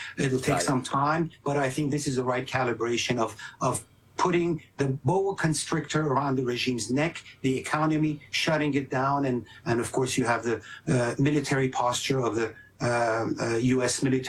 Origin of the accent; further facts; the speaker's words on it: United States; as an American of Iranian heritage